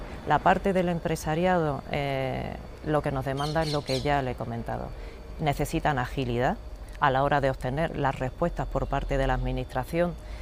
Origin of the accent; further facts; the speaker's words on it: Pozo Alcón, Andalusia, Spain; yo soy de Jaén, soy de Pozo Alcón, soy poceña